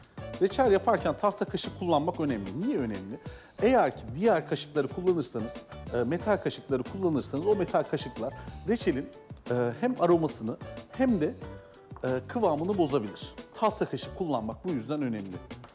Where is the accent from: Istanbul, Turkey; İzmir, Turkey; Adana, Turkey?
Adana, Turkey; Ben Adanalıyım biliyorsunuz. Babam çocukluğunu karpuz bahçelerinde, karpuz tarlalarında geçirmiş.